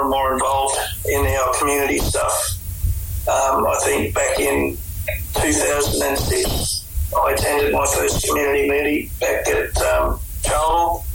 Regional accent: Queensland, Australia; I'm Bidjara

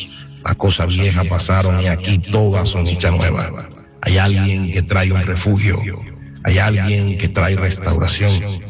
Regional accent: Dominican Republic; tembló en mi país, República Dominicana.

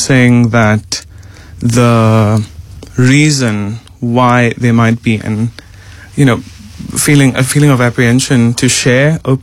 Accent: South Africa

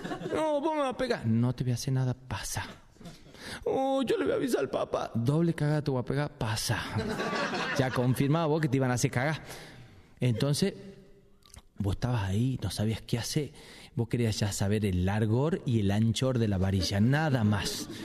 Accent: Tucumán, Argentina

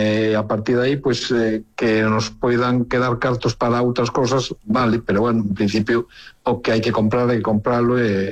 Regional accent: Lugo, Galicia, Spain

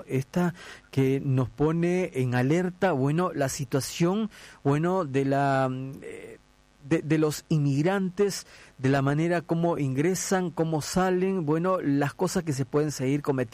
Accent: Peru; los dos somos peruanos y conocemos bastante bien

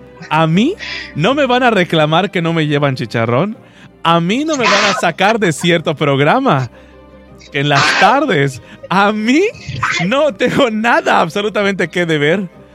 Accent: Yucatán, Mexico; accent: Yucatecan; Yo creía que no tenía acento yuca hasta que descubrí que sí soy bien yuca.

